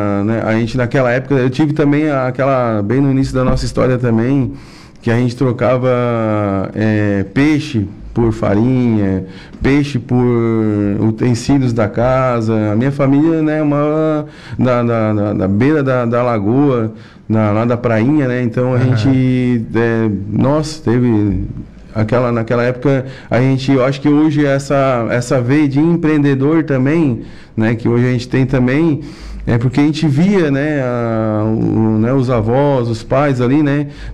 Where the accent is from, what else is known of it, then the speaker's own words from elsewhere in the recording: Imaruí, Santa Catarina, Brazil; also born or lived in Forquilhinha / Criciúma; now in Araranguá, Brazil; a gente é natural da cidade de Maruí, né, e filho de pescador, também sou pescador também